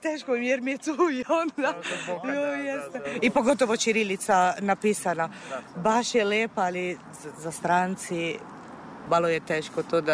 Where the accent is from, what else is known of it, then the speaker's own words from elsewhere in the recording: Bari, Apulia, Italy; Serbian is a second language; now in Serbia; dolazim iz Barija, i to je to.